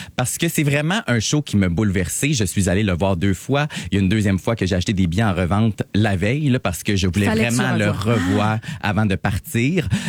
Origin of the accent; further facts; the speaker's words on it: Quebec, Canada; Moi, j'avais un grand sentiment de fierté d'être Québécois.